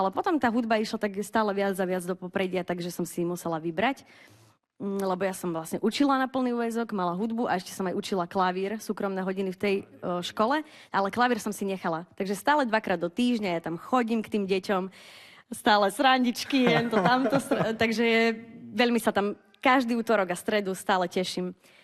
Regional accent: Bardejov, Prešov Region, Slovakia; ja pochádzam zo sídliska Vimbark v Bardejove

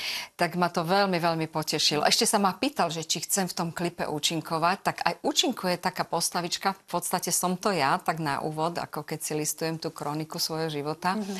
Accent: Stropkov, Prešov Region, Slovakia; moved away as an adult; also born or lived in Svidník; ja pochádzam zo Stropkova, zo severu východu Slovenska

